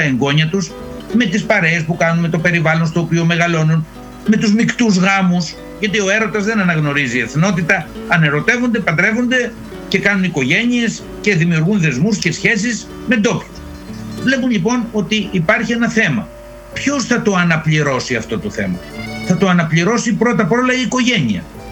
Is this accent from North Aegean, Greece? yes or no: yes; Samos, North Aegean, Greece; moved away as an adult; ο τόπος καταγωγής μου, η Σάμος. Γεννήθηκα και μεγάλωσα εκεί μέχρι 18 χρονών που πήγα να σπουδάσω. Διατηρώ σχέσεις, πηγαίνω. Δεν ζω εκεί. Και ούτε διαφαίνεται ότι θα ζήσω. Αλλά είναι η πατρίδα μου.